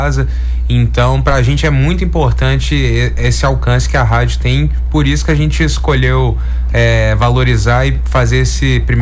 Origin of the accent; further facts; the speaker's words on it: Belo Horizonte, Minas Gerais, Brazil; a gente cresceu ali, né, a gente é de Belo Horizonte